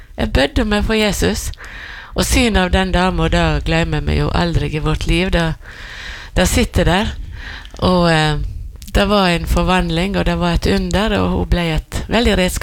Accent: Fitjar, Vestland, Norway; Det ble jo bygdesorg hjemme på Fitjar når Rasmus dø

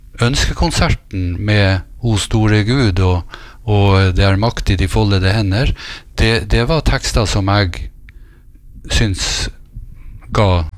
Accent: Lødingen, Nordland, Norway; now in Vestnes, Norway; Ja da, jeg kommer fra Lødingen kommune, Lødingen Vestbygd, og det ligger I Vesterålen region, og jeg kommer fra Øksneshamn, som helt ut på enden av kommunen.

